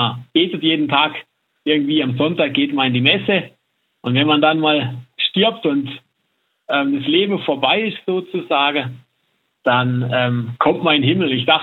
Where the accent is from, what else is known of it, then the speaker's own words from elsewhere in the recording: Baden-Württemberg, Germany; now in Salzburg, Austria; Wie man vielleicht hört, komme ich gebürtig nicht aus Salzburg. Manche werden den Salzburger Dialekt jetzt vielleicht vermissen. Ich komme aus Südwestdeutschland, aus dem Schwarzwald und bin sozusagen ein Auslandshilfskraft.